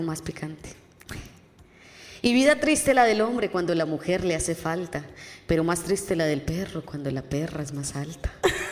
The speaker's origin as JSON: {"language": "Spanish", "region": "Boyacá", "country": "Colombia", "said": "no dejo a un lado mis raíces, porque como dice, soy boyacense y mi ruana por delante"}